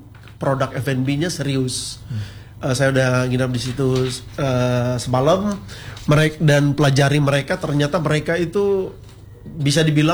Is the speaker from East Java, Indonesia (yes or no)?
yes; Malang, East Java, Indonesia; Oh, orang Malang yang memang lahir besar di Malang bisa enjoy makan makanan Manado.